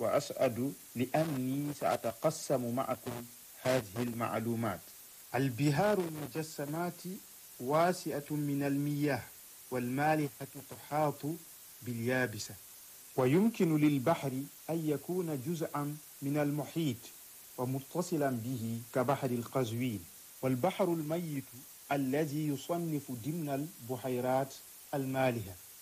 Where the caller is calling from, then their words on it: Guinea; Arabic is a second language; من دولة غينيا.